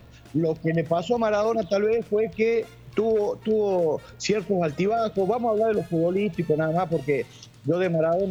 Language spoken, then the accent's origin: Spanish; Argentina; nosotros como argentinos